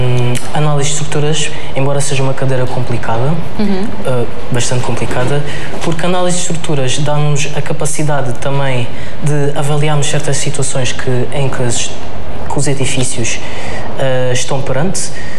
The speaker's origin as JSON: {"language": "Portuguese", "region": "Lisbon", "country": "Portugal", "moved": "as an adult", "lives_now": "Algarve, Portugal", "said": "eu sou de Lisboa"}